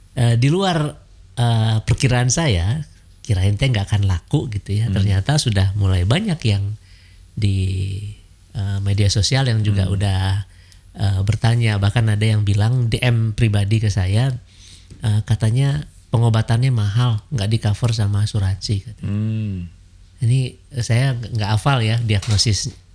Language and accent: Indonesian; Bandung, West Java, Indonesia; Tadi saya kan orang Bandung Coret ya, dari barat, saya orang barat.